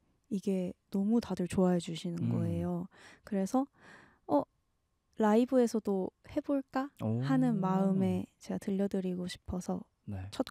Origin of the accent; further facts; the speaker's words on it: Gwangju, South Korea; moved away as an adult; now in Seoul, South Korea; 제가 스무 살에 대학교 오면서 이제 서울로 상경을 했습니다.